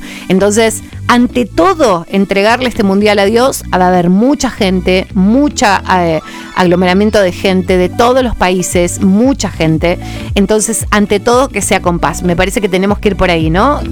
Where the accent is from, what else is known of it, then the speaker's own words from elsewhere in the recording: Argentina; porque somos argentinos, porque queremos defender el título